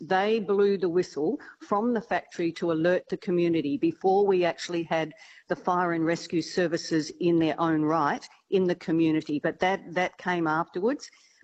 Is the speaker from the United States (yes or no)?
no; Brunswick Junction, Western Australia, Australia; whatever needed doing in the town, most people got together to do. So it was a great environment to grow up in, with people who were committed to the community and just doing what they could.